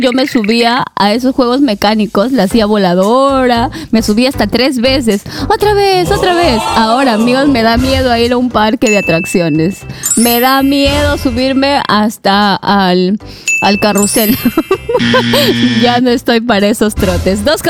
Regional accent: Huachari, Piura, Peru; soy del caserío de Huachari, distrito de Chalaco, provincia de Morropón, departamento de Piura.

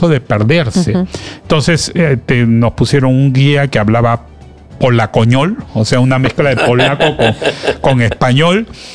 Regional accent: Peru; yo, como peruano

